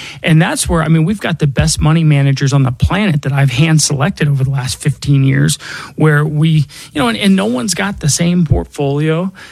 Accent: Denver, Colorado, United States; I was born and raised here in Denver. I'm not just licensed here. This is where I call home.

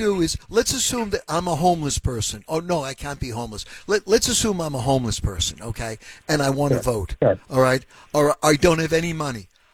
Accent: Boston, Massachusetts, United States; born there; I believe that if I call, I was born in Boston

